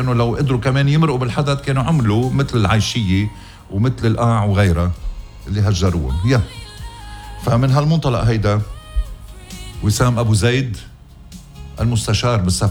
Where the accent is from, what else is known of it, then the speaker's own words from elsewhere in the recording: Hadath, Mount Lebanon, Lebanon; لما كنت عم دافع عن لبنان وعن ضيعتي اللي خلقت فيها الحدد. أنا موليد الحدد ومسقط رأسي غزير، وكنا ننزل من بيتي بحارة الروم